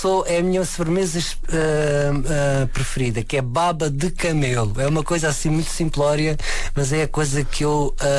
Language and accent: Portuguese; Tomar, Centro, Portugal; born there; moved away as an adult; also born or lived in Maringá, Brazil / Paris, France; now in Lisbon, Portugal; Cresci em Tomar.